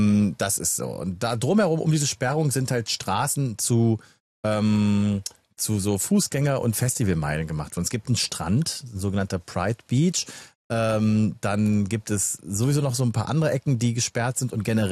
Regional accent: Berlin, Germany; Ich als Berliner weiß es gar nicht.

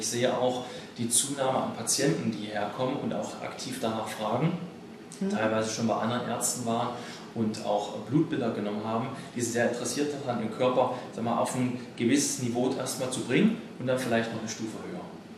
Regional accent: Halle, Saxony-Anhalt, Germany; Ich komme aus Halle.

